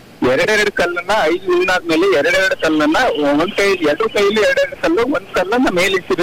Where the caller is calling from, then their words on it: Karnataka, India; ಹೊಸ ಜೋಗದಿಂದ